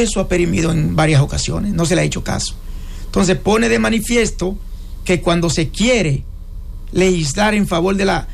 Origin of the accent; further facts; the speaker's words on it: Dominican Republic; ¿qué uno espera como dominicano?